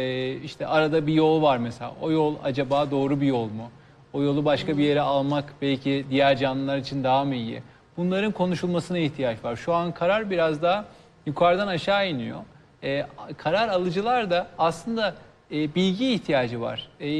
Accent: Perşembe, Ordu, Turkey; Ama ben mesela Perşembeliyim, orada oluyum. Orada da Perşembe'de boydan boya okul dolu zaten.

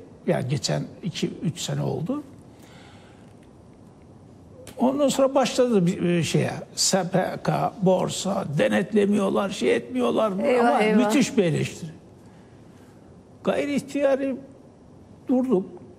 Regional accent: Trabzon, Turkey; Ben Trabzonluyum.

